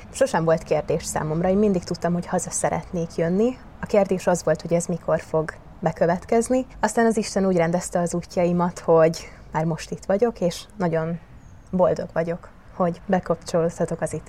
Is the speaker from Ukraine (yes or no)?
yes; Berehuifalu, Zakarpattia Oblast, Ukraine; Beregújfaluból származom, 23 éves vagyok